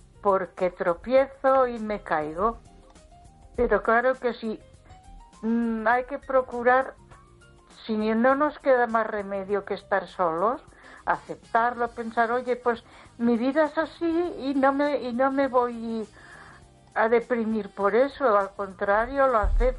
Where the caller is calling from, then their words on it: Ponferrada, Castile and León, Spain; de Ponferrada, ¿cómo estás?